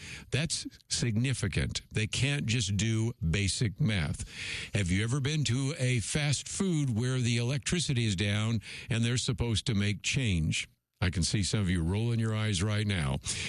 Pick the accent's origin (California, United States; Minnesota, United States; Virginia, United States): California, United States; I grew up in the Bay Area, so I know this only so well